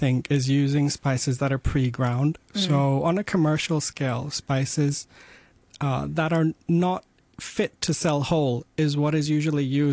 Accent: Dubai, United Arab Emirates; also born or lived in United Kingdom; now in Hong Kong; I remember food that I liked eating while growing up in Dubai. I remember cooking a lot at my university years. That was in the UK

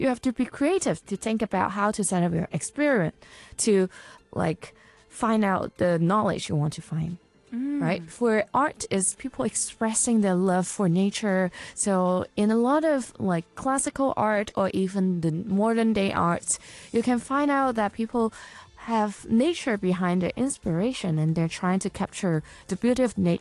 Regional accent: Hong Kong

